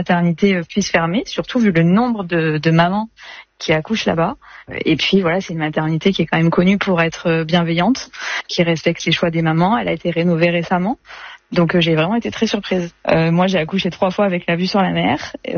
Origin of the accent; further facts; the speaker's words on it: Nice, Provence-Alpes-Côte d'Azur, France; je suis originaire de Nice.